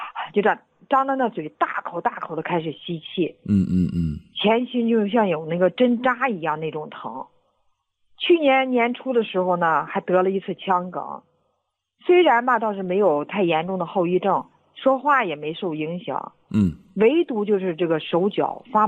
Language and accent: Chinese; Shijiazhuang, Hebei, China; 我是石家庄的一名退休老师。